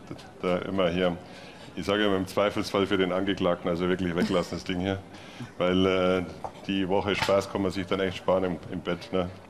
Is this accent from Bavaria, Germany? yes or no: yes; Bavaria, Germany; now in Dresden, Germany; Ich komme aus Bayern, komme aus dem Bayerischen Wald, am Rand vom Bayerischen Wald und bin jetzt mittlerweile seit 31 Jahren hier in Dresden auch.